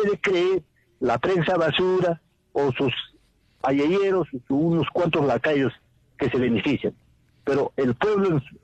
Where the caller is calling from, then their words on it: Juliaca, Puno, Peru; De la ciudad de Juliaca